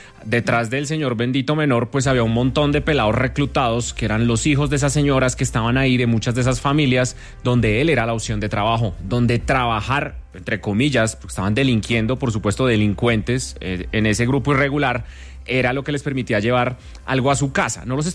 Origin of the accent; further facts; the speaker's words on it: Colombia; Michelle, este es un tema que nos pone a nosotros a revisarnos como colombianos qué es lo que está pasando.